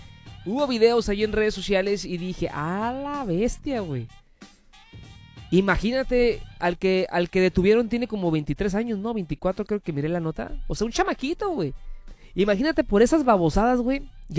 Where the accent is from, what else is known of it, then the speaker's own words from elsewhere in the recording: Punta Banda, Baja California, Mexico; soy de Punta Banda, ¿verdad? Allá vivo yo, güey.